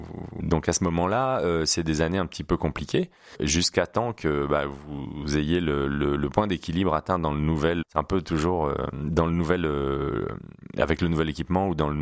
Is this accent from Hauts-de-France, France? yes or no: yes; Hauts-de-France, France; moved away as an adult; also born or lived in Touraine / Lyon region; now in Vaucluse, France; c'est un petit peu la nostalgie du pays où j'ai grandi